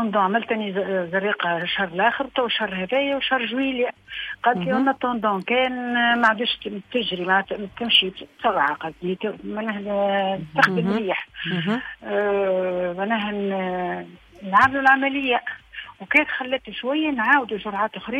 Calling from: Sousse, Sousse Governorate, Tunisia

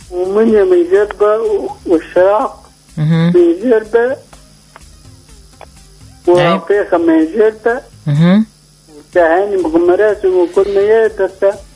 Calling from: Beni Khedache, Medenine, Tunisia; من بن خداش

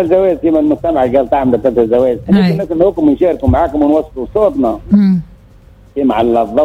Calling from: Souassi, Mahdia Governorate, Tunisia; من السويس ولاية المهدية.

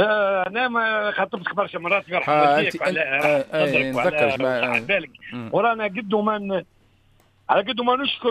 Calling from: Gafsa, Gafsa Governorate, Tunisia

